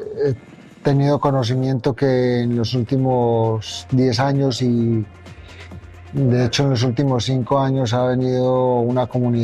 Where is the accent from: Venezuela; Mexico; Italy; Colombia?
Colombia; así como logramos ganar en las diferentes carreras en el mundo y las mejores carreras en el mundo como colombianos.